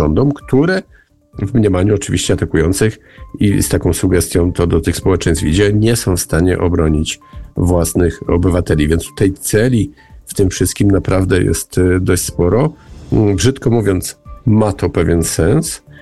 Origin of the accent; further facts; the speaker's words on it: Silesian Voivodeship, Poland; Sam pochodzę z Górnego Śląska.